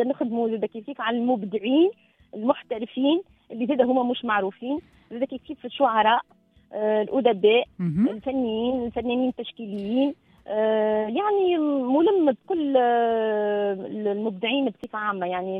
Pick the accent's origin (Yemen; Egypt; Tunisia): Tunisia; خاصة احنا من تونس